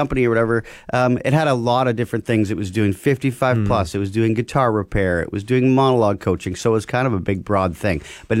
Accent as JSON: {"language": "English", "town": "Carman", "region": "Manitoba", "country": "Canada", "tie": "born or raised there", "said": "I grew up in Carmen, Manitoba."}